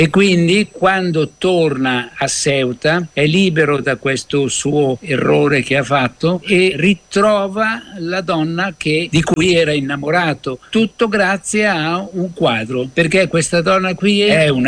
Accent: Milan, Lombardy, Italy; Da Milano. Ho girato il mondo, sono stato giornalista e fotografo, però sono sempre stato di base a Milano.

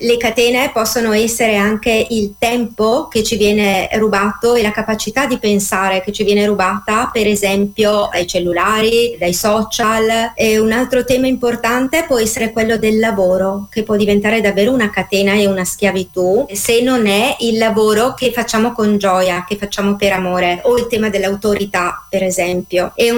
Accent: Desenzano del Garda, Lombardy, Italy; Da Desenzano del Garda, in provincia di Brescia.

